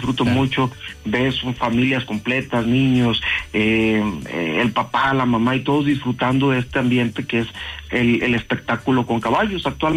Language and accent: Spanish; Tepic, Nayarit, Mexico; yo soy del estado de Nayarit, en la ciudad de Tepic, tocaba en bares